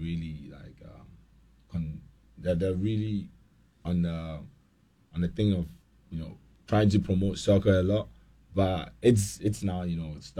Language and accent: English; Ghana; I'm from Ghana.